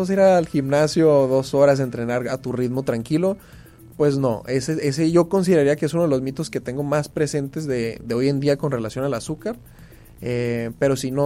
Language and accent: Spanish; Mexico; nuestra cultura como mexicanos